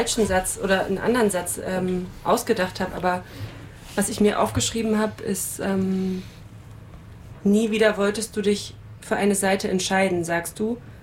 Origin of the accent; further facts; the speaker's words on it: Hamburg, Germany; ich bin ja auch in Hamburg aufgewachsen